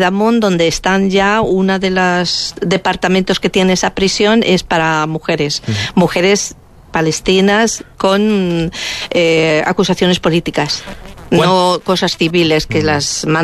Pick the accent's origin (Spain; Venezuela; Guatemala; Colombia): Spain; Además, yo soy también española, entonces